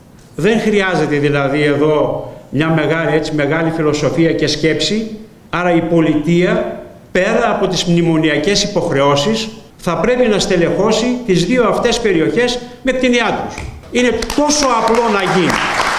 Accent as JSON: {"language": "Greek", "region": "Eastern Macedonia and Thrace", "country": "Greece", "tie": "born or raised there", "said": "εγώ είμαι από τον Εύρο, ζω και εργάζομαι εκεί."}